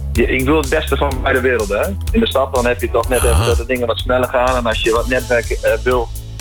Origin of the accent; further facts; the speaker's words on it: Drenthe, Netherlands; accent: Low Saxon; in mijn geval is het Neder-Saxisch, ik kom uit Drenthe.